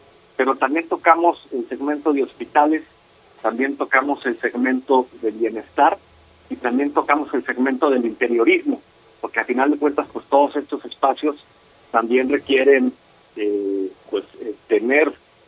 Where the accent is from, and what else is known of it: Guadalajara, Jalisco, Mexico